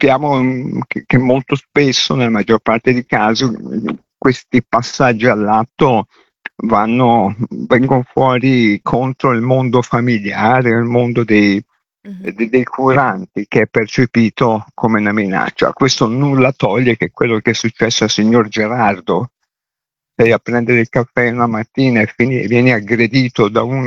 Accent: Milan, Lombardy, Italy; E dato che siamo milanesi

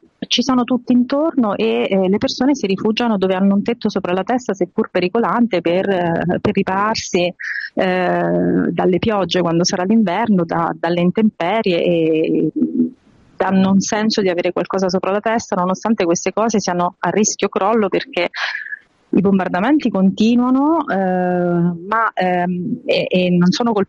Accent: Marche, Italy; Io sono marchigiana, sono in un territorio che è abbastanza piegato dal terremoto

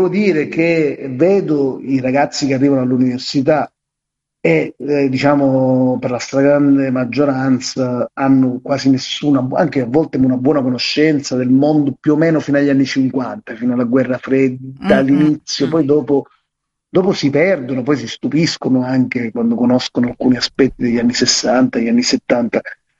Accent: Sicily, Italy; io sono siciliano

